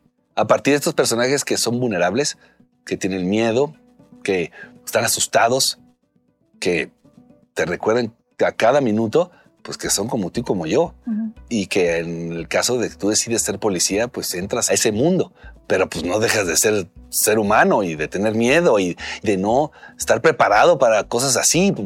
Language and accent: Spanish; Mexico